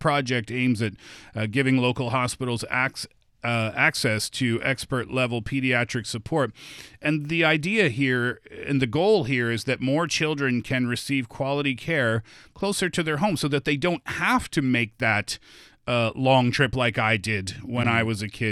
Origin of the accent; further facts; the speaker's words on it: Canada; We had this in Canada too. My hometown is only 1,000 people, right? So I remember when I was a kid, if it was super basic, we would go to the local clinic and see the kind of town doctor.